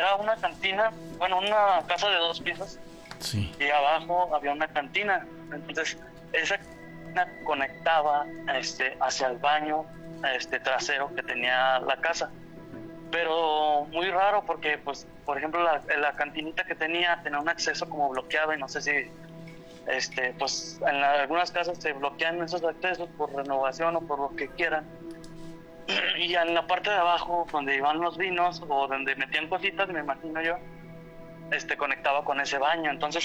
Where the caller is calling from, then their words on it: Aguascalientes, Mexico; Desde Aguascalientes, Aguascalientes, aquí en la capital.